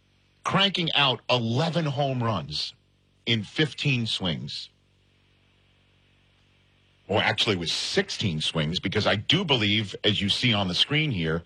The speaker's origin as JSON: {"language": "English", "town": "New York City", "region": "New York", "country": "United States", "said": "I'm from New York City. That's just up, you know, the Acela."}